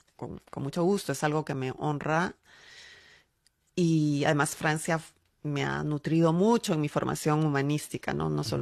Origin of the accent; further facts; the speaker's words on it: Cusco, Peru; yo no vengo de ninguna provincia, yo vengo del Cusco.